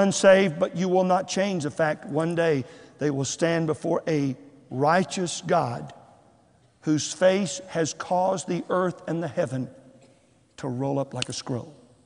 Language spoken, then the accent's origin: English; Texas, United States; I was from Texas, the Holy Land. I wanted to stay there.